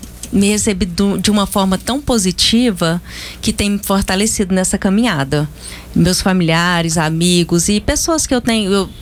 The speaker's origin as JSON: {"language": "Portuguese", "town": "Anápolis", "region": "Goiás", "country": "Brazil", "said": "eu sou de Anápolis"}